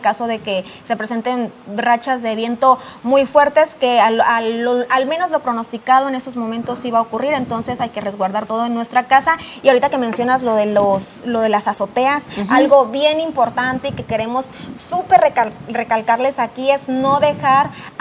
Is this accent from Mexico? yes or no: yes; Santiago Ixcuintla, Nayarit, Mexico; en Santiago Ixcuintla, desde ayer, mi tierra justamente, mis papás me estaban poniendo muy al tanto, les pregunté que cómo estaba la situación allá